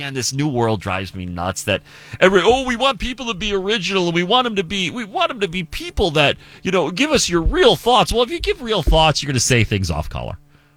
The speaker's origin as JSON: {"language": "English", "town": "Chicago", "region": "Illinois", "country": "United States", "tie": "born or raised there", "said": "I grew up in Chicago. I'm always going to be a Bears fan. It's where I grew up."}